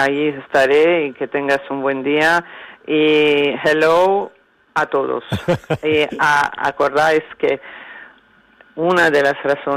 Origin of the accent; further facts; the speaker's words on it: Italy; Spanish is a second language; also born or lived in United States; now in Spain; yo soy norteamericana, criada en Italia de padre persa, pero me siento muy arropada aquí.